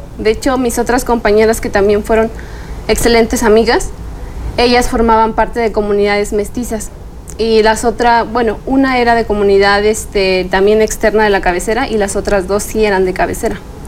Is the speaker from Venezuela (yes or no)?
no; Amealco, Querétaro, Mexico; Soy de la comunidad de Santiago Mezquitilán. Es una comunidad muy, muy grande del municipio.